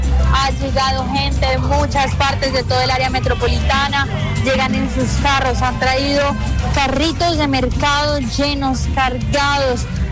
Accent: Bucaramanga, Santander, Colombia; nosotros, hermanos de Bucaramanga, hermanos santanderianos, hermanos del área metropolitana

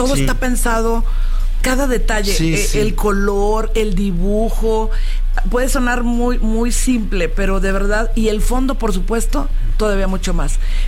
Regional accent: Mexico City, Mexico; No, yo soy aquí de Ciudad de México.

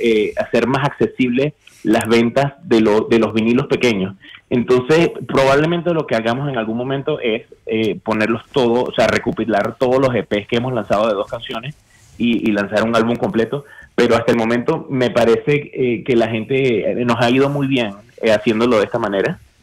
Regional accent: Caracas, Capital District, Venezuela; now in Australia; Yo soy de Caracas

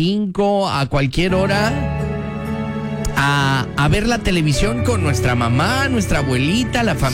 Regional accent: Mexico; Está recordando esas novelas que nos hacían como familias mexicanas, ¿verdad?

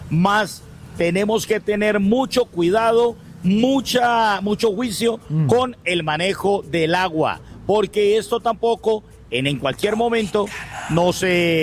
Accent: Cali, Valle del Cauca, Colombia; soy caleño

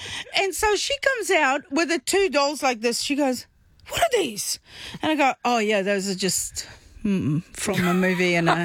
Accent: South Africa; now in New Zealand; so I'm South African, I've got a charcoal barbecue outside.

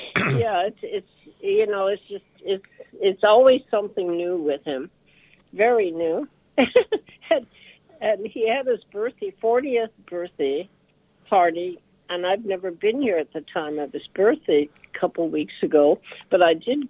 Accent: Minot, North Dakota, United States; I'm originally centuries ago from North Dakota. So I was born here in Minot.

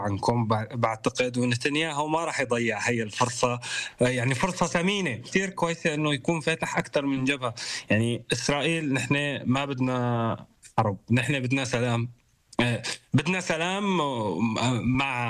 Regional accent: Syria; نحن أرضنا سورية

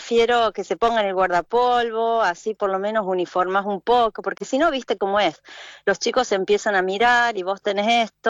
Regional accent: Villa Allende, Córdoba, Argentina; moved away as an adult; now in Bergamo, Italy; Nací en Villa Allende y siempre viví a 2 cuadras de la clínica donde nací

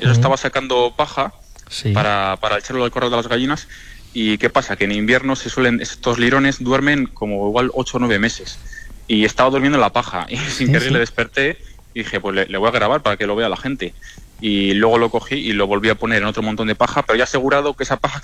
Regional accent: Villalcázar de Sirga, Castile and León, Spain; tengo 27 años y vengo de un pueblo muy pequeñito de Tierra de Campos, de Palencia. Se llama Villalcázar de Sirga.

